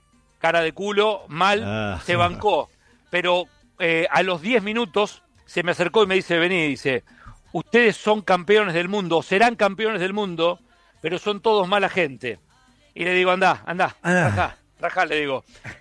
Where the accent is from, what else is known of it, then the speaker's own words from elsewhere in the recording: Argentina; nos identifica como periodista argentino